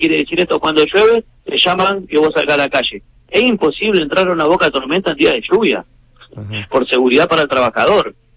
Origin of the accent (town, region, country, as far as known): Santa Fe, Argentina